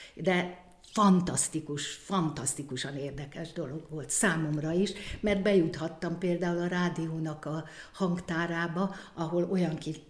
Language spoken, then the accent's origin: Hungarian; Hungary